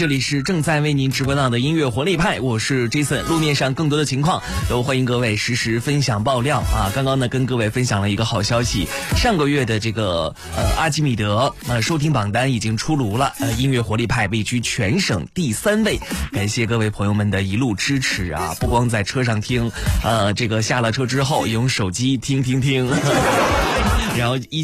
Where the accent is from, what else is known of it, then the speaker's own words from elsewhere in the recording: Northeast China, China; 我这个口音应该还是可以的吧，就是如果不明说的话啊，大家能听出来我是东北人吗？啊，我感觉我也没有口音呢。能听出来我是东北人吗？